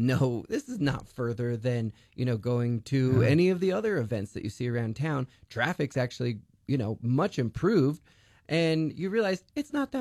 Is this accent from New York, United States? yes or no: no; Rio Rancho, New Mexico, United States; I mean, I grew up going to Dukes games, and that was a tremendous time. And I grew up in Rio Rancho, drove all that way to go see Dukes games several times a year.